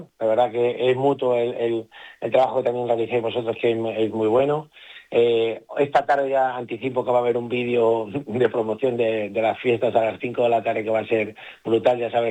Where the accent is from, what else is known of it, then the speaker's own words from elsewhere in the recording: San Sebastián de los Reyes, Community of Madrid, Spain; presumir de nuestro municipio, de San Sebastián de los Reyes, presumir de nuestra Comunidad de Madrid, que como bien he dicho, somos un referente, y sobre todo también, como yo siempre digo, presumir de dónde somos, que somos de España, que somos españoles